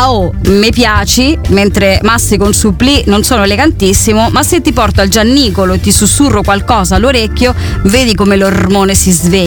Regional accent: Milan, Lombardy, Italy; Allora, Marco, io da milanese mi offendo, perché abbiamo detto che insomma il milanese sta proprio molto basso.

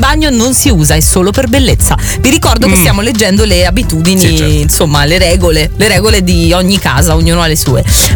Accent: Naples, Campania, Italy; terrona lo dico con tutto l'amore, certo, nel dirlo, partenopea, le mie origini sono napoletane

